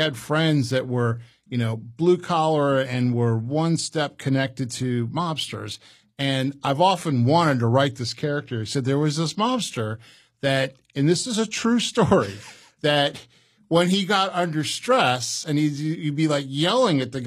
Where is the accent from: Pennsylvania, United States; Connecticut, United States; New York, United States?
Pennsylvania, United States; Pittsburgh; born there; also born or lived in Chicago area; When I was a kid growing up in Pittsburgh, we had moved there from the Chicago area